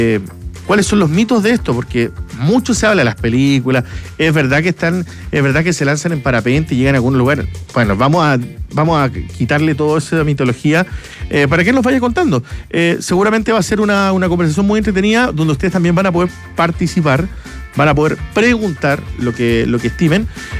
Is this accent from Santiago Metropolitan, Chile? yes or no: no; Punta Arenas, Magallanes, Chile; no tan solo con el caso de mi hermano, además que venimos todos de Punta Arenas, a todos le ha costado, somos tres hermanos